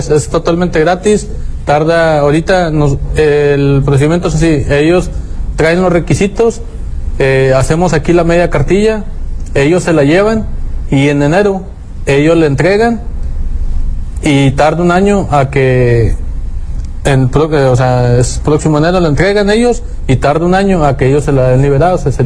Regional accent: Mexico

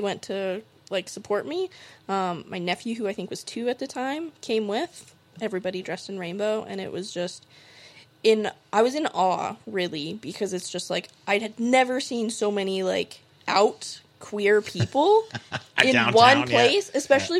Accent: Alberta, Canada; now in British Columbia, Canada; I grew up in a community outside of Edmonton, Alberta. Yes, I'm Albertan.

